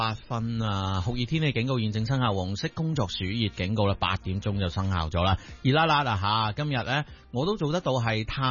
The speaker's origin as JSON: {"language": "Cantonese", "region": "Kowloon", "country": "Hong Kong", "said": "我系九龙人啦。"}